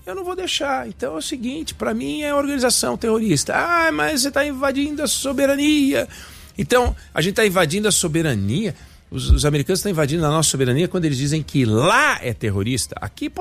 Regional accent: Brazil

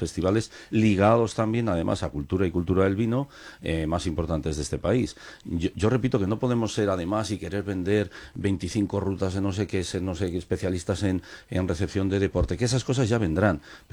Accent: Aranda de Duero, Castile and León, Spain

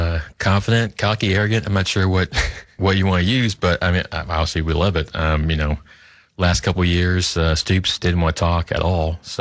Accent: Louisville, Kentucky, United States; that game means the most to me because I'm born and raised in Louisville.

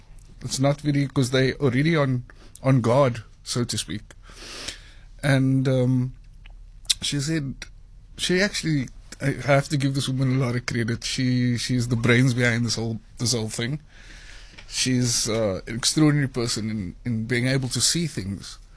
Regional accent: Cape Town, Western Cape, South Africa; growing up on the Cape Flats

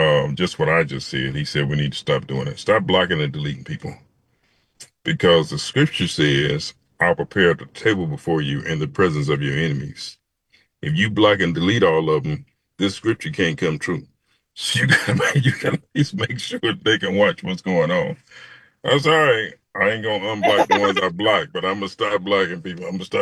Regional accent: Kansas City, United States; moved away as an adult; having been born and raised in Kansas City and been back now some 30 years

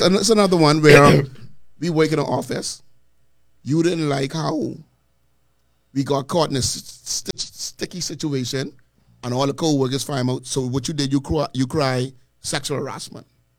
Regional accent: Nigeria; I'm Nigerian.

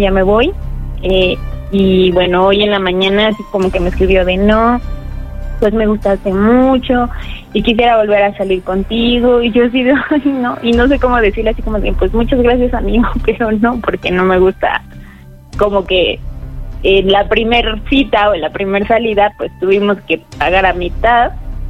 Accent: Iztapalapa, Mexico City, Mexico; Sí, soy de la alcaldía Iztapalapa.

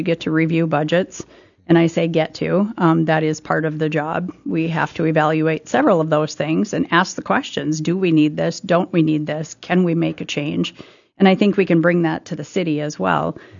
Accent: Wahpeton, North Dakota, United States

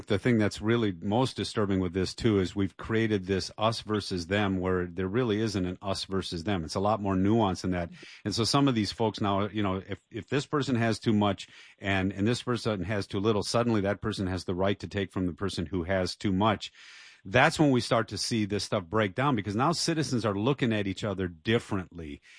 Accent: Detroit, Michigan, United States

